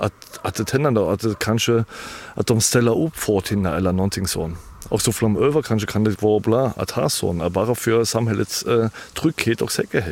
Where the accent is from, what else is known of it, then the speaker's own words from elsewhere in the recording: Berlin, Germany; Swedish is a second language; now in Hjorted, Sweden; jag kommer från Tyskland, från Berlin